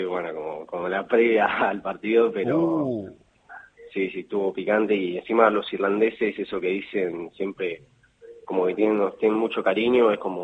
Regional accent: Carmen de Patagones, Buenos Aires Province, Argentina; Yo soy de Carmen de Patagones.

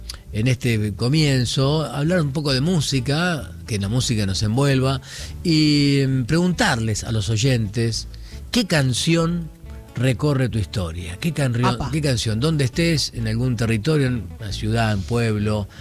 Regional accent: Buenos Aires, Argentina; also born or lived in Córdoba; si bien me he criado acá en Buenos Aires, vengo de Córdoba, 7 años me traen acá

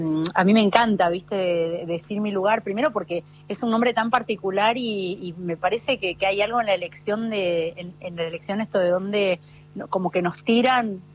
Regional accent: Pampa del Infierno, Chaco, Argentina; de dónde soy, de Pampa del Infierno.

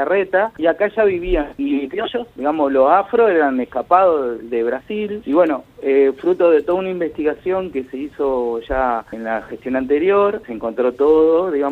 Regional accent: Ingeniero Sajaroff, Entre Ríos, Argentina; y nosotros estamos a 1 kilómetro ahí de la ruta 130. La historia de nuestro pueblo es particular porque es colonia judía, pero digamos pertenecemos al circuito de las colonias judías del centro de Entre Ríos

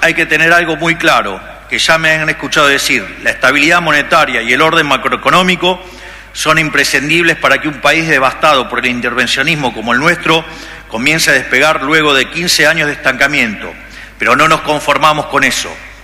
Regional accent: Argentina

